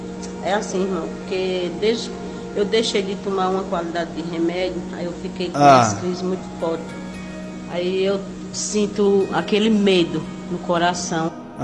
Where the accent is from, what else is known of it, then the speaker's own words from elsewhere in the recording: Toritama, Pernambuco, Brazil; Oi, irmão, eu sou … do bairro Independente. Ah, sou de Toritama.